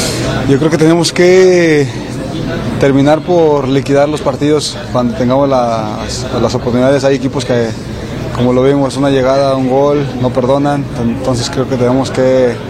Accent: Mexico; somos mexicanos

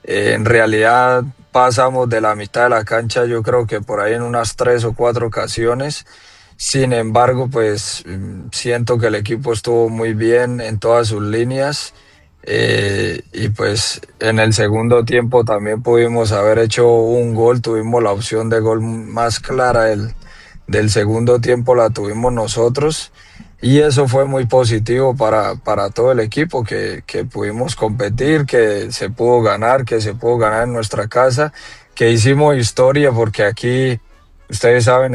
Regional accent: Colombia; para nosotros como colombianos

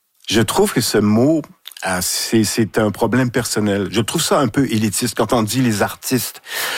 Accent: Saguenay, Quebec, Canada; C'est le milieu d'où je viens. Je viens de Saguenay. J'ai été éduqué, élevé à côté de l'usine d'Alcan.

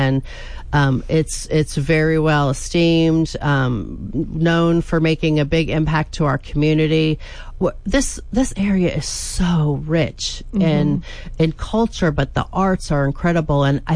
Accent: Pennsylvania, United States; moved away as an adult; now in Shreveport, United States; moved to another arena in my hometown, which is in Northeast Pennsylvania

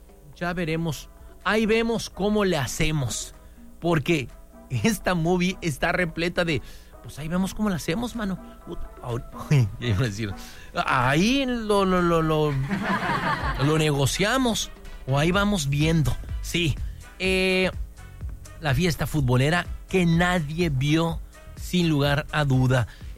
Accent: Mexico; si de algo somos expertos los mexicanos, déjame decirte, es que nos podemos reír

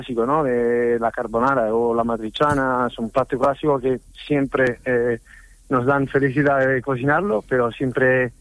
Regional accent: Campania, Italy; Spanish is a second language; now in Oviedo, Spain; soy del sur de Italia, de zona de Nápoles.

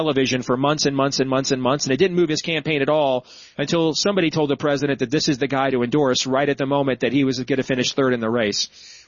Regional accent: Iowa, United States; And so already in my home state of Iowa, the calls are already coming

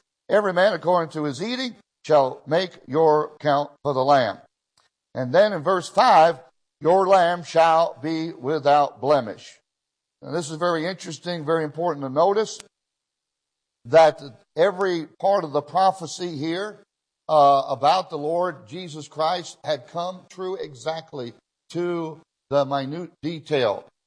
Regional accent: Israel; Now, when I was in Israel, I grew up in Israel all my young life

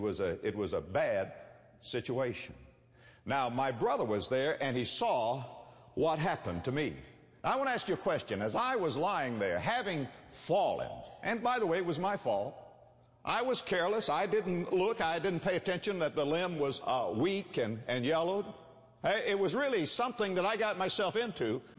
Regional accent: West Palm Beach, Florida, United States; I was raised in West Palm Beach, Florida. One of the things that we love to do in the wintertime, my brother and I, was to collect coconuts and sell them to the Yankees.

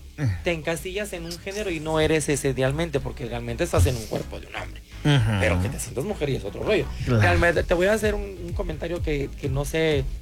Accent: Acapulco, Guerrero, Mexico; born there; now in Puerto Vallarta, Mexico; Soy de Acapulco Guerrero, nacida en la ciudad de Acapulco Guerrero en 1978, tengo 48 años, soltera

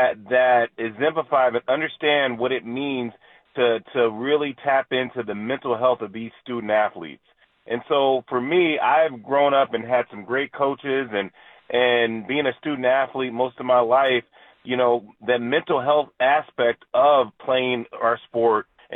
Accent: Texas, United States; I grew up in Texas, man.

